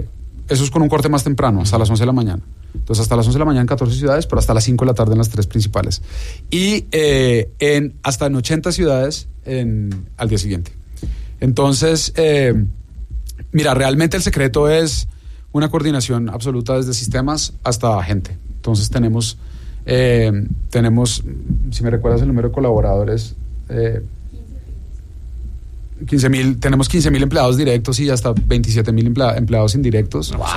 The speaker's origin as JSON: {"language": "Spanish", "country": "Mexico", "said": "a los mexicanos y mexicanas nos gusta, porque yo me siento muy mexicano, nos gusta mucho comprar con colmillo, ¿no?"}